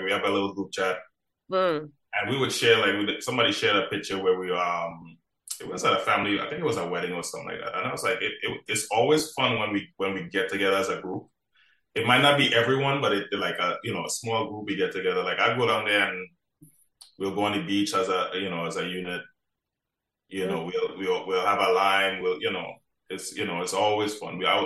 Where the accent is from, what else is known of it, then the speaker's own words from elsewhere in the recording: Marbella, Andalusia, Spain; But growing up in Marbella, I wasn't really into the music like that.